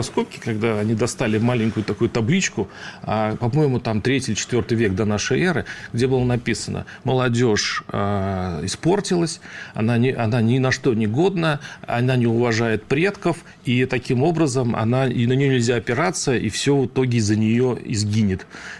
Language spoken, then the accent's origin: Russian; Saransk, Mordovia, Russia; я как из Саранска тебе могу сказать, что мы там жестили.